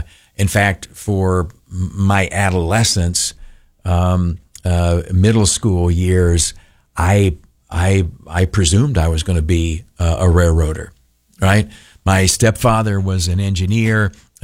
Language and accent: English; United States; moved away; my hometown of Canastillo